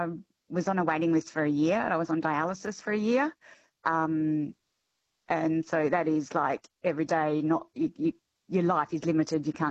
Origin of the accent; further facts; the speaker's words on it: Mukinbudin, Western Australia, Australia; I grew up in Muckinboodin, and we had to basically move to Perth because I was on hemodialysis for a little while before I got my transplant.